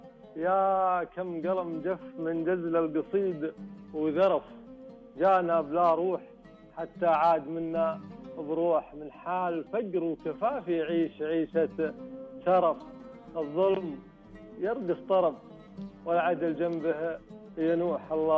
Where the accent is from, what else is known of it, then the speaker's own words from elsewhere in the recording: Northern Saudi Arabia, Saudi Arabia; احنا عندنا بالشمال طال عمرك فيها تكاتف اجتماعي